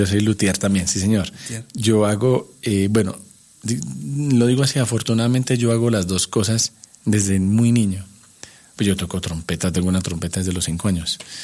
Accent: Salamina, Caldas, Colombia; born there; el departamento donde yo nací, el departamento de Caldas. Yo nací en el municipio de Salamina.

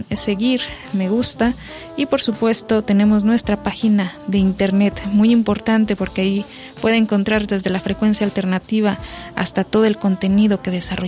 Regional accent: Mexico; para nosotros como mexicanos

